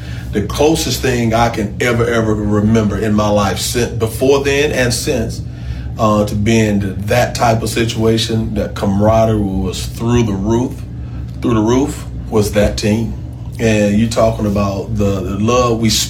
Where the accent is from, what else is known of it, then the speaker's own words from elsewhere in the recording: Atlanta, Georgia, United States; growing up in Atlanta in our household